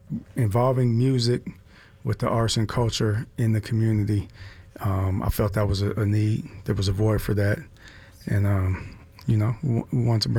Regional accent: Park Hill, United States; You know, I'm a kid from Park Hill who, you know, grew up with some of the same type of needs

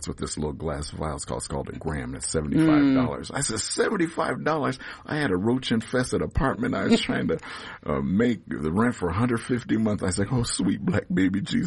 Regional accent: Denver, Colorado, United States; born there; I was born right here on the Points.

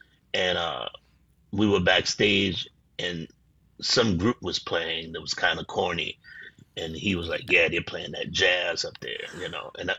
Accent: New Orleans, Louisiana, United States; and growing up in New Orleans, too

